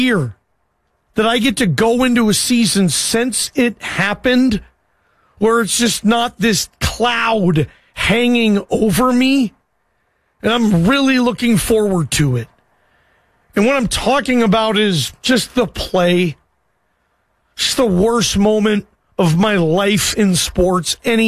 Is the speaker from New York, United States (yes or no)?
no; Seattle, Washington, United States; moved away; I'm from Seattle.